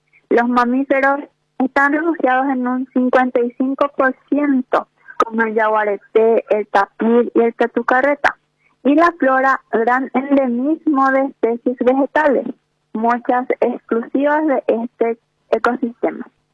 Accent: Paraguay; nosotros como paraguayos

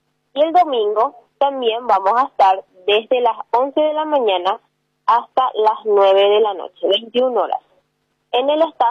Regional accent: Paraguay; yo soy demasiado paraguaya

